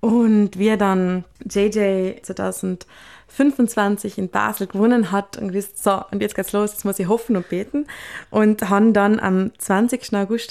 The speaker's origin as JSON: {"language": "German", "region": "Trentino-Alto Adige", "country": "Italy", "moved": "yes", "lives_now": "Vienna, Austria", "said": "jetzt nach Wien gegangen bin. Und haben auch ein paar ganz interessante Gespräche gehabt, wie das als Südtirolerin dann so ist."}